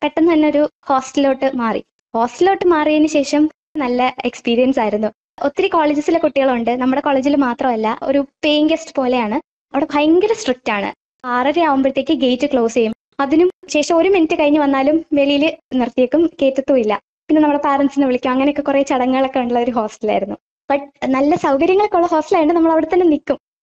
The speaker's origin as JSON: {"language": "Malayalam", "town": "Varkala", "region": "Kerala", "country": "India", "tie": "born or raised there", "said": "ഞാൻ വർക്കല സ്വദേശിനിയാണ്."}